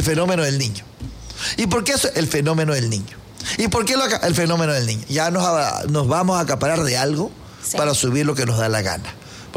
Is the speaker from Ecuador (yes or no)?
yes; Portoviejo, Manabí, Ecuador; moved away; Yo nací en Puerto Viejo, en la actual parroquia San Pablo. Antes se llamaba, era barrio San Pablo. Allá al lado de la iglesia, arriba en la loma. Ahí nací yo. Entonces, cercano al mar, cercano al Crucita, San Jacinto.